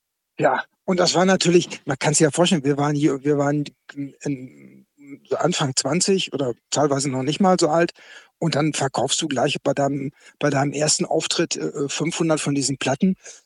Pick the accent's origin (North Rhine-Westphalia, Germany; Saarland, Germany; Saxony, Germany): North Rhine-Westphalia, Germany; Münster; so hier in meiner Heimatstadt Münster